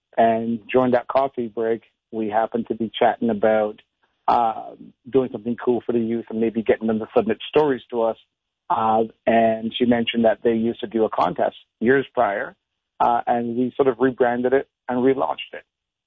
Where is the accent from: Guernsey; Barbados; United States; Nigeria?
Barbados; I grew up back home in Barbados and then, you know, sort of running around in the streets.